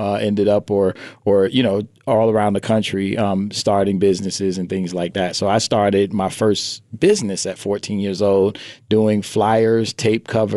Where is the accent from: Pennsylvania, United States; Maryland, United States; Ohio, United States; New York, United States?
New York, United States; So in my neighborhood, growing up in Bedford-Stuyvesant, everybody knows … grew up there … grew up there.